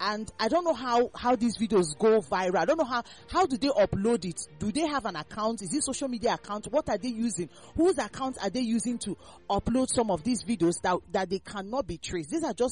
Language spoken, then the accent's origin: English; Nigeria; as a Nigerian that I am